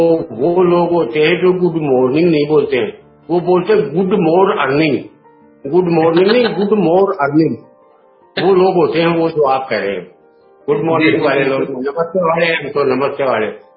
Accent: Ajitgarh, Rajasthan, India; मेरे लिए अजीतगढ़ हिंदुस्तान है।

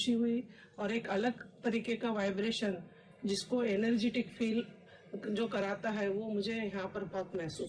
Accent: Mauda, Maharashtra, India; मैं मऊदा नागपुर महाराष्ट्र से हूँ

